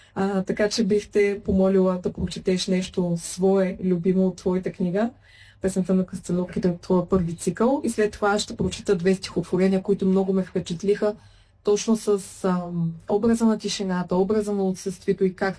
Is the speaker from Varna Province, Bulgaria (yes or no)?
yes; Varna, Varna Province, Bulgaria; И двамата сме автори от Варна.